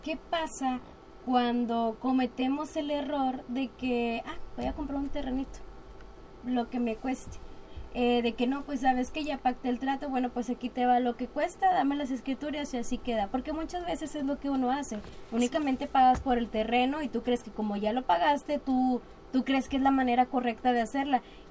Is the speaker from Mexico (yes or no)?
yes; Mexico; yo creo que como mexicanos